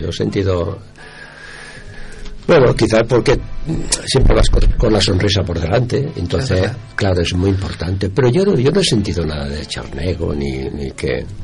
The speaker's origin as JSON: {"language": "Spanish", "region": "Extremadura", "country": "Spain", "said": "Porque la mayoría, los que venimos aquí, pues es que eres andaluz, ¿no? Yo soy extremeño."}